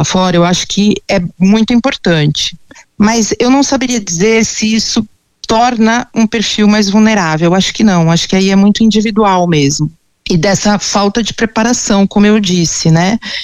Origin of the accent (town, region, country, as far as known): São Paulo, Brazil